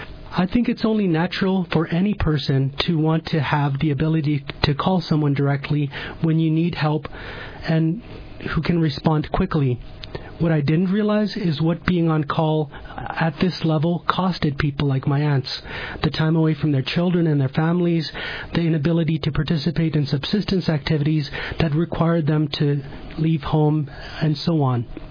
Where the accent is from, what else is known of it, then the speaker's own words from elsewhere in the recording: Napaskiak, Alaska, United States; when I was growing up in Nabaskak in the 1990s